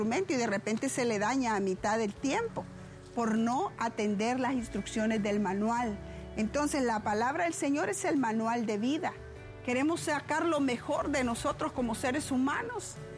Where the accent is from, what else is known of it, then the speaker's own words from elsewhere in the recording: Honduras; lo más hermoso también de nosotros como Honduras, como hondureños